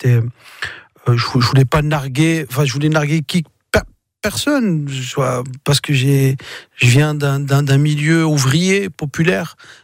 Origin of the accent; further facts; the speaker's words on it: Mantes-la-Jolie, Île-de-France, France; Et tu dis, voilà, je viens de Mantes-la-Jolie, d'un milieu ouvrier.